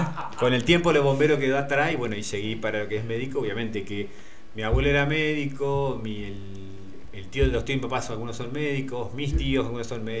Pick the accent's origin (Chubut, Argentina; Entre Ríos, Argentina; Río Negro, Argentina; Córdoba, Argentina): Entre Ríos, Argentina; Diamante; also born or lived in Victoria, Entre Ríos; Yo nací en Victoria y a los 3 meses que nací, 3-4 meses, bueno, se vinieron a vivir acá mi papá con mi mamá y ya quedé como un diamantino más